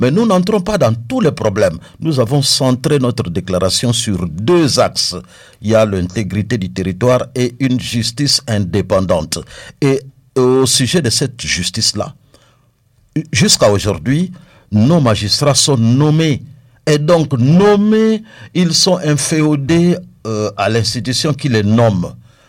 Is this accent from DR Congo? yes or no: yes; DR Congo; Nous sommes Congolais